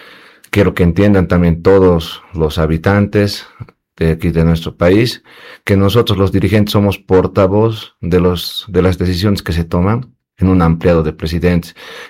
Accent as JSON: {"language": "Spanish", "country": "Bolivia", "said": "Si bien nosotros como bolivianos hemos aceptado la nivelación de los carburantes"}